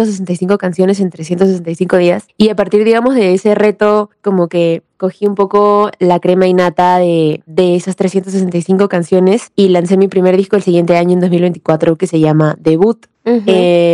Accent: Lima, Peru; Yo estuve en el coro de mi colegio y también tuve una formación pues musical ahí en mi país, en Lima.

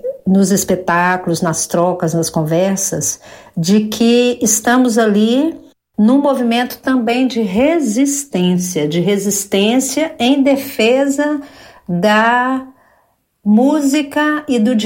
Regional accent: Belo Horizonte, Minas Gerais, Brazil; foi muito emocionante participar do 17º encontro do MOSILIC em Belo Horizonte, minha cidade onde eu cresci, e receber os amigos ali foi especial.

